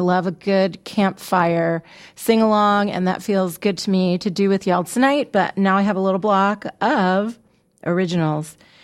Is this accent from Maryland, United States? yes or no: yes; Maryland, United States; now in New Orleans, United States; Emily also lived at the beach in Maryland, where I am from, originally not the beach, but I'm from Maryland.